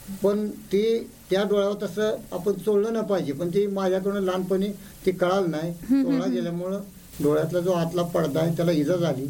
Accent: Karad, Maharashtra, India; कारण मी माझं गाव कराड आणि आमच्या कराड मधून एक शिक्षक ते जळगावला होते

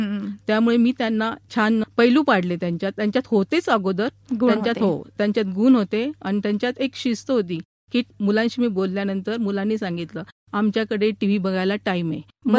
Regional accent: Nashik, Maharashtra, India; moved away as an adult; now in Palghar, India; माझं नाशिक इथं शिक्षण झालंय. मी मूळची नाशिकचीच, पण मी लग्न करून तारापूरला गेली.

